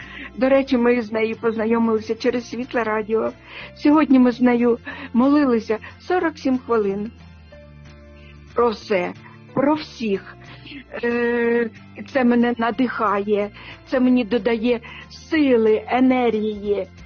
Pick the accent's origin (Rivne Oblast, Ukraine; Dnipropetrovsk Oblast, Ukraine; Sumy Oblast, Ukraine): Sumy Oblast, Ukraine; Sumy; moved away as an adult; наше рідне місто Суми